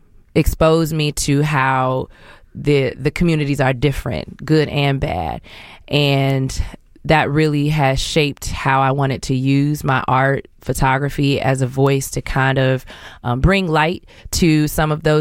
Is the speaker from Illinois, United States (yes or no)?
yes; Chicago, Illinois, United States; I am a photographer from Inglewood. And this is what Chicago sounds like.